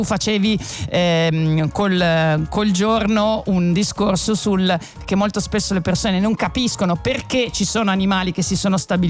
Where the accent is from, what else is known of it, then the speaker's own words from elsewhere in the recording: Switzerland; now in Milan, Italy; È vero, tu sei friulano, io sono svizzera